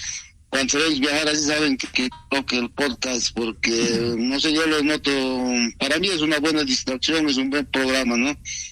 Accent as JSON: {"language": "Spanish", "country": "Bolivia", "said": "Soy de Bolivia, pero la ciudad donde yo vivo se llama Guanuni. Es una ciudad pequeña."}